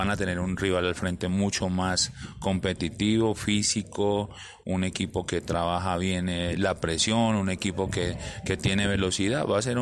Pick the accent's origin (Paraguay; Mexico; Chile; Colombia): Colombia; uno como colombiano